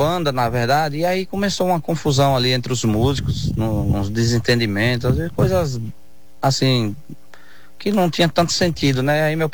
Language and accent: Portuguese; Monte Santo, Bahia, Brazil; comecei a minha carreira em Monte Santo, na minha terra natal